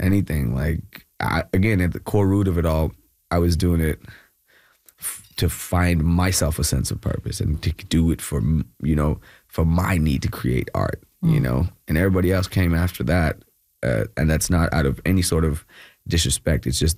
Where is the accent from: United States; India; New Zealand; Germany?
India; Kerala; now in Bangalore, India